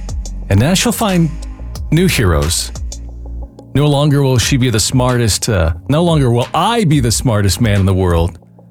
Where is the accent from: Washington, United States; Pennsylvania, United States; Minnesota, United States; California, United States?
Washington, United States; Seattle; Man, I grew up in Seattle and school didn't start till much later.